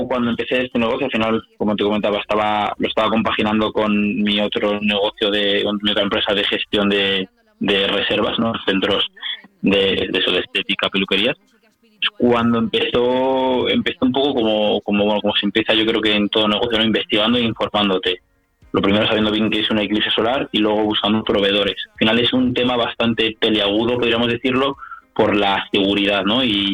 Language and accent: Spanish; Lodoso, Castile and León, Spain; esto surge el verano pasado en mi pueblo, en Lodoso. Ahí hay un observatorio astronómico y fui una noche de verano con mi madre a ver a mi abuela, que vive allí